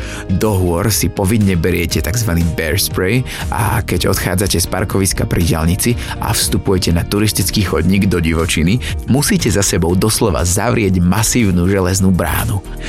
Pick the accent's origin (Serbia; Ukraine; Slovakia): Slovakia; Žilina Region; Keďže pochádzam z Liptova